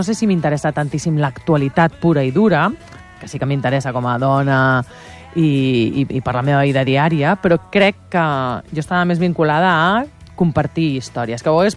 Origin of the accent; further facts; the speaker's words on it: Valencia, Valencian Community, Spain; now in Barcelona, Spain; Jo em vaig criar a València. I quan acabo l'institut, vinc a Barcelona a estudiar.